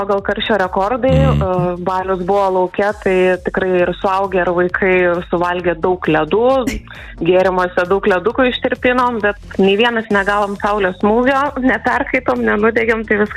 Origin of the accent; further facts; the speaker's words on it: Pandėlys, Panevėžys County, Lithuania; now in Kaunas, Lithuania; važiavau iš Kauno į Pandėlį, iš tikrųjų savo gimtąjį miestelį, jaunystės miestelį.